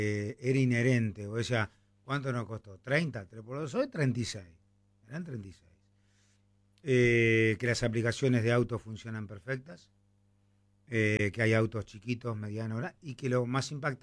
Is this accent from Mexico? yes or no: no; Argentina